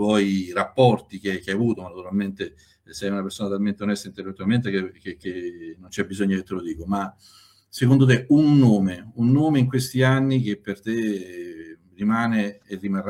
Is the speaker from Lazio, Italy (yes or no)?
yes; Ferentino, Lazio, Italy; seguivo un ragazzo delle mie parti, di Ferentino, Emilio Cuppini. Ragazzo abita a pochi chilometri da casa.